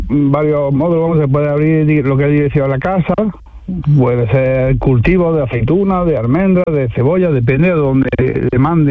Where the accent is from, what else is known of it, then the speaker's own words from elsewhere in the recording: Córdoba, Andalusia, Spain; Yo soy de Córdoba, sí.